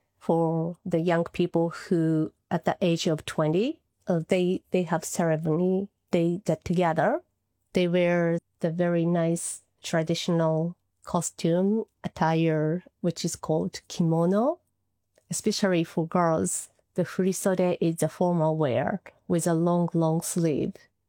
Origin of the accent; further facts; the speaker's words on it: Japan; English is a second language; So I'm very proud of my own country. So I grew up here. I took an exchange program when I was in high school and stayed in Canada for 1 year.